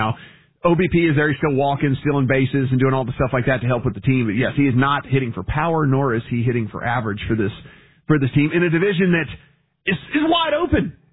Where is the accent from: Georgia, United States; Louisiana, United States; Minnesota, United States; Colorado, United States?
Louisiana, United States; Like, I kind of made them my de facto team because I came from Louisiana and there are no hockey teams.